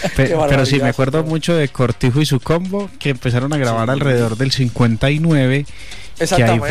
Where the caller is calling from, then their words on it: Medellín, Antioquia, Colombia; Yo los escucho desde la ciudad de Medellín, la ciudad de la eterna primavera.